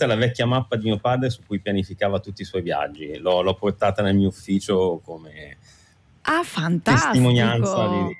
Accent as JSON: {"language": "Italian", "town": "Milan", "region": "Lombardy", "country": "Italy", "said": "Comunque sono di Milano, mio padre è di Torino."}